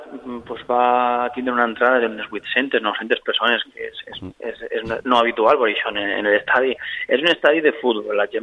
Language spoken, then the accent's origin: Catalan; Cullera, Valencian Community, Spain; jo evidentment conec molt el Tavernes perquè soc de Cullera i estic propet